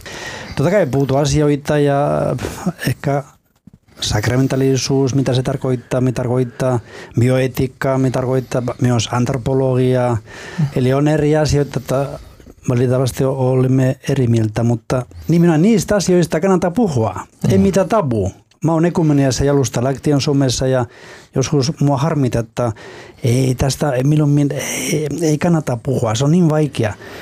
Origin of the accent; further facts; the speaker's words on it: Basque Country, Spain; Finnish is a second language; now in Finland; tämä on niin kuin Pohjoismaiden niin kuin Baskimaa, koska olen kotoisin Baskimaasta.